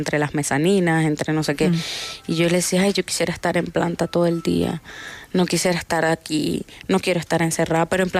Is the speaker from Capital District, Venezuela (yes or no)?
no; La Guaira, Venezuela; crecimos en La Guaira, o sea, nacimos ahí, y yo, o sea, pasamos la tragedia de Vargas, yo tenía 14 años. Y cuando pasó un tiempo, 2 años, duramos un año viviendo fuera de La Guaira.